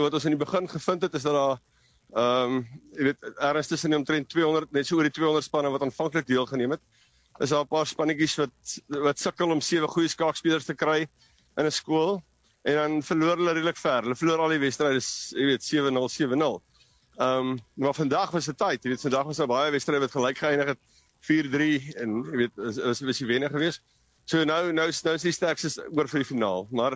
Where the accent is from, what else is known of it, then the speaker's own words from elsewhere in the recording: Potchefstroom, North West, South Africa; ek kom nou van Potchef, ek was lank in my lewe in Potchef